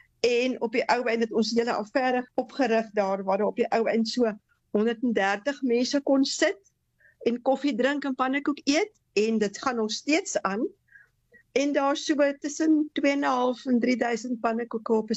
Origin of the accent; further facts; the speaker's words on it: Graaff-Reinet, Eastern Cape, South Africa; moved away as an adult; also born or lived in Pietermaritzburg / Stellenbosch / Karoo; now in Langebaan, South Africa; ek kom van die Karoo af, ek is in Maritzburg gebore, kom van Graaf Reinet groot geword, toe maar gaan swat in Stellenbosch, waar ek vir Liefie ontmoet het, en ons is getroud, en die wye wêreld vol getrek.